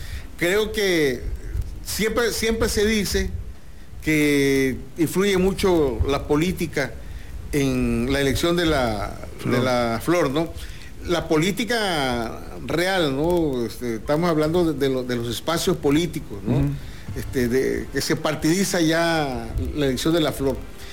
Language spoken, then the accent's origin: Spanish; Tabasco, Mexico; cómo somos los tabasqueños